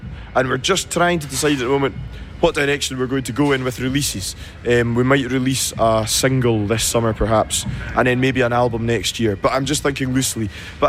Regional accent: Lochaber, Scotland, United Kingdom; I was brought up in Lochaber in the West Highlands of Scotland, which is an area where the music is very traditional and Gaelic-based, bagpipes and accordions.

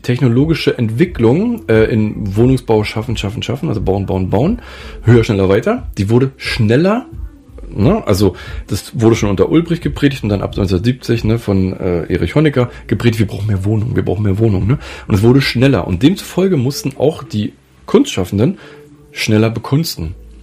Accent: East Germany, Germany; born there; Ich bin ja auch im Land geboren, was es gar nicht mehr gibt

